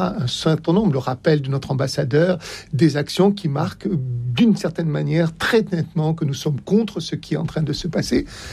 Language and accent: French; France; nous parlons en tant que Français